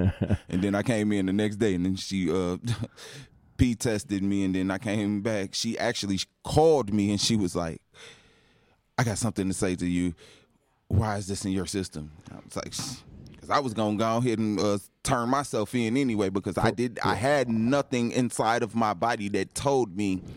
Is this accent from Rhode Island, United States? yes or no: no; Chicago, Illinois, United States; I come from Chicago, so you know what I mean?